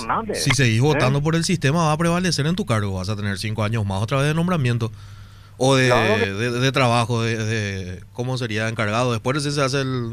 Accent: Asunción, Paraguay; born there; now in Greater Asunción, Paraguay; Somos capitalinos la mayoría. Yo al menos sí resido en el exterior de Asunción. Nací en Asunción, pero resido ahora en el exterior de Asunción. ¿Cómo? Gran Asunción.

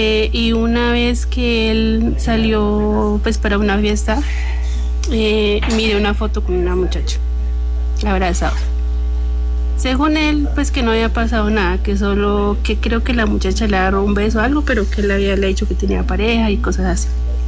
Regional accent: Cauca, Colombia; No, soy del Cauca.

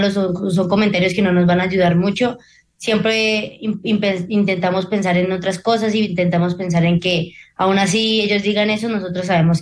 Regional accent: Colombia; porque pues somos colombianos y pues el corazón de un colombiano es muy difícil de quebrar.

